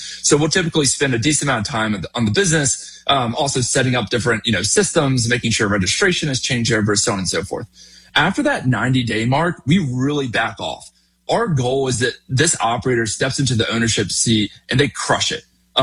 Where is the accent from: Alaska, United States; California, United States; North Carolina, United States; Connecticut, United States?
North Carolina, United States; I'm from Eastern North Carolina, so Winston-Salem isn't too far away.